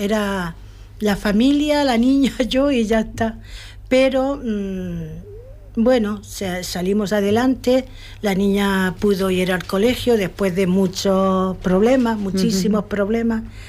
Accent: a town in Barcelona province, Catalonia, Spain; moved away as an adult; also born or lived in Garrucha, Almería; now in Los Gallardos, Spain; Nací en Garrucha, sí. Y muy pequeña nos fuimos a vivir a un pueblo de Barcelona. Y allí me crié. Luego ya nos vinimos.

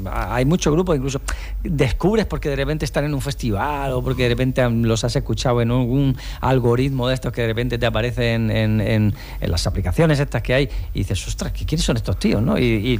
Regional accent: Almería, Andalusia, Spain; También podríamos hablar, porque somos de Almería, ¿no?

